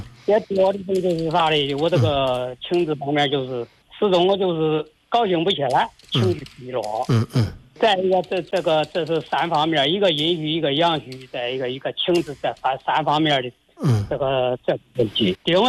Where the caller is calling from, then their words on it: Zhumadian, Henan, China; 我是这个河南省祖墨店地区，我今年68岁了。